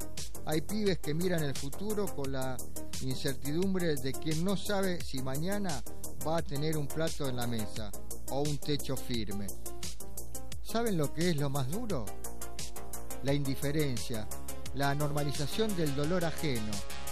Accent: Argentina

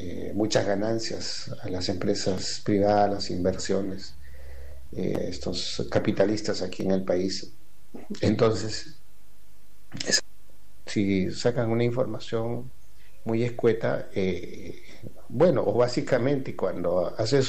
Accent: Puno, Peru; Yo soy aymara, por si acaso, soy de Puno y de la frontera con Bolivia.

